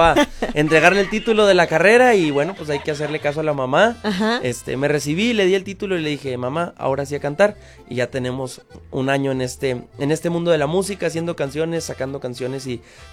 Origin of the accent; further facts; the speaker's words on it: Monterrey, Nuevo León, Mexico; vengo desde la ciudad de Monterrey, Nuevo León.